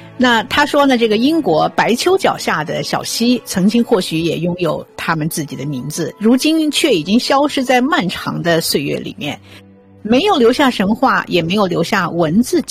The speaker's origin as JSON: {"language": "Chinese", "country": "China", "said": "我们中国人"}